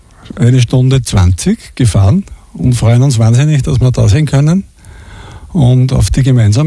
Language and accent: German; Upper Austria, Austria; Aus Schädelberg. Falls das wer kennt.